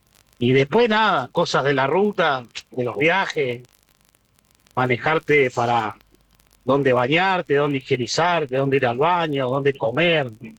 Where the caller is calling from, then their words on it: Tigre, Buenos Aires Province, Argentina; de Tigre.